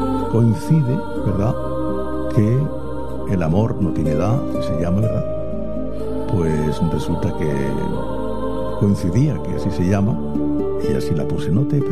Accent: Murcia, Region of Murcia, Spain; born there; Mira, Cartagena, amiga Ángela, es parte de mi tierra. Yo nací en Murcia

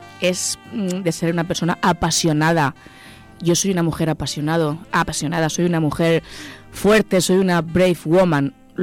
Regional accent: Murcia, Region of Murcia, Spain; soy de Murcia

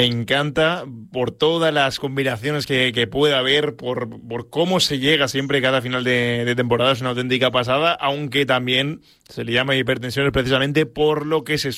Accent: Benicàssim, Valencian Community, Spain; yo soy de Benicàssim

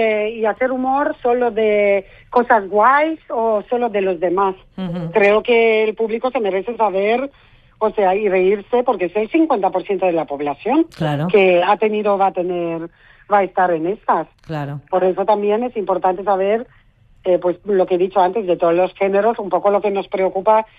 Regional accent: Romania; now in Spain; de rumana a española, porque soy bastante española, entonces es transitas, ¿no?, de un punto a otro.

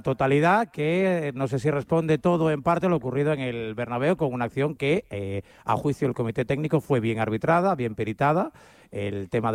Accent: Spain; Bueno, como español, los equipos.

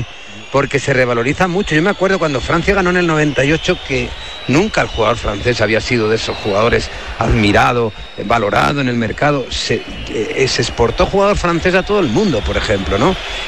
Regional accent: Puertollano, Castilla-La Mancha, Spain; es de mi pueblo, es de Puerto Llano.

